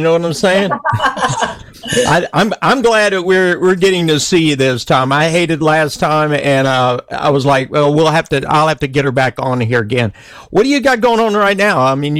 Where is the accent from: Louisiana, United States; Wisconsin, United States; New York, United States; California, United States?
Louisiana, United States; I remember when I was in school in Louisiana, we took French, but it was like Canadian French.